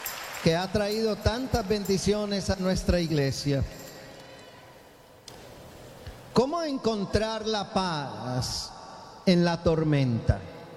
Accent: Colombia; soy un sacerdote colombiano.

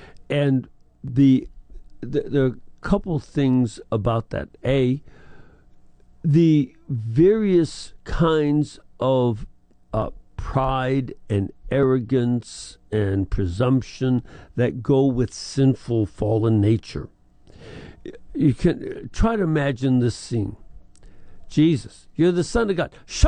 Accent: Chicago, Illinois, United States; it helps me as a Chicagoan to understand it.

